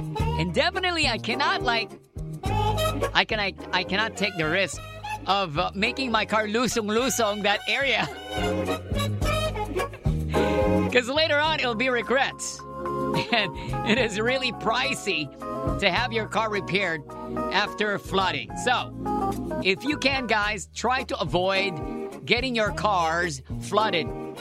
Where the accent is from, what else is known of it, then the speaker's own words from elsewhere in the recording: Imus, Calabarzon, Philippines; Okay, I'm from Imus, all right, and in our community, we never ever got flooded there.